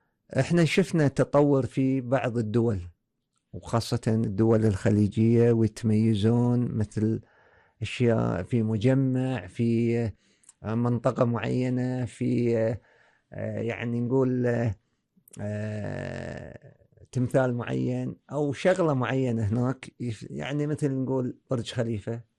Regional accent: Kuwait; اليوم انا اتكلم كمبادر وباسم الكويت

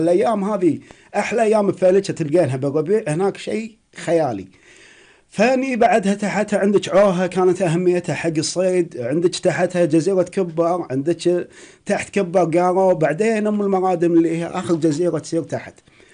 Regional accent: Kuwait; عندنا بالكويت

